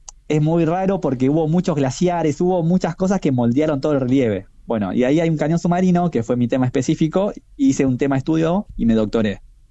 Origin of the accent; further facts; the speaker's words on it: La Plata, Buenos Aires Province, Argentina; yo soy platense, estudié en La Plata